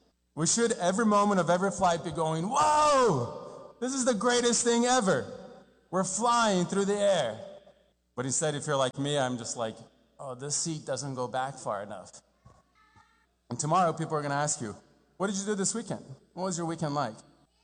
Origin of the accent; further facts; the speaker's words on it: Rio de Janeiro, Brazil; moved away; I grew up in Rio de Janeiro